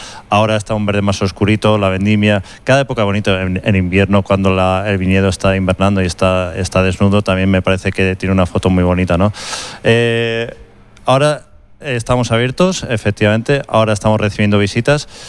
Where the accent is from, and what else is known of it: Albacete, Castilla-La Mancha, Spain